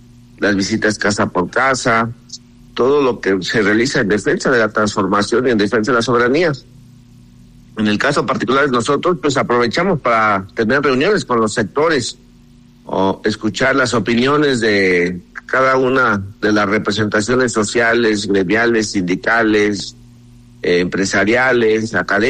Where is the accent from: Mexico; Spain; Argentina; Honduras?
Mexico; Paracho, Michoacán; Aunque soy originario de Paracho.